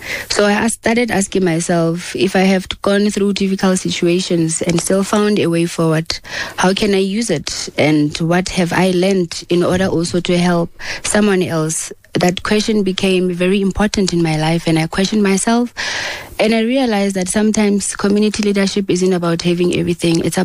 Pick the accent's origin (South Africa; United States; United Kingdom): South Africa; Bloemfontein, Free State